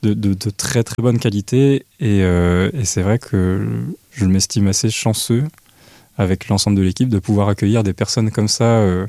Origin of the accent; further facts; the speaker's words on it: Grand Est, France; Donc Vosgien d'origine, je suis venu à Troyes pour faire la classe CHAM